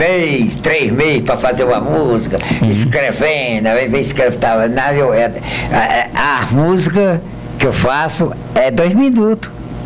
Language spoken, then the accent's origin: Portuguese; Taperó, Paraíba, Brazil; now in Brejo dos Santos, Brazil; eu não sou daqui, sou de Taperó, mas moro aqui em Brejo dos Santos.